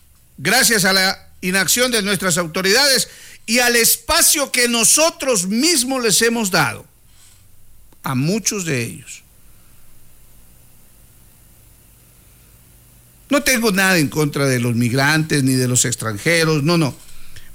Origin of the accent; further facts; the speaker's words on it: Zaruma, El Oro, Ecuador; oiga, soy de Zaruma, aquí no hay cuadras.